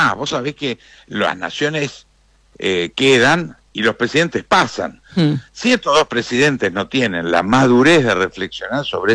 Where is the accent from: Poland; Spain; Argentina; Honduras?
Argentina; yo soy argentino